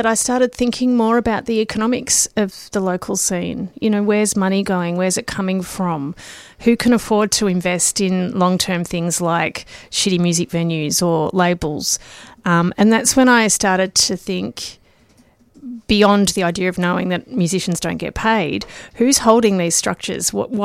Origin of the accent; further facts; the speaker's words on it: Sunshine, Victoria, Australia; I grew up in Sunshine in the 80s and the early 90s, so it was a particular era.